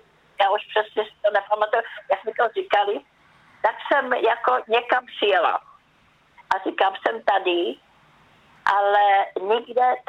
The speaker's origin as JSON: {"language": "Czech", "town": "Hradec Králové", "region": "Hradec Králové Region", "country": "Czechia", "tie": "born or raised there", "said": "já jsem jako rodilá Hradečanda"}